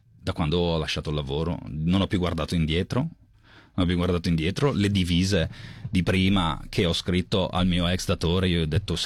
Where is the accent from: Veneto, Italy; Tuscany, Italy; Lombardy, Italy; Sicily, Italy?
Lombardy, Italy; Brescia; io sono di Brescia